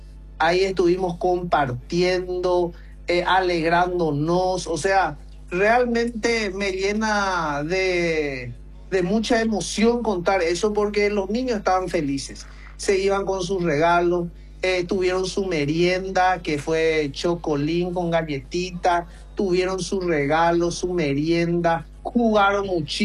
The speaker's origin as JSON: {"language": "Spanish", "country": "Paraguay", "said": "lo que nos hace auténtico en el mundo como paraguayo."}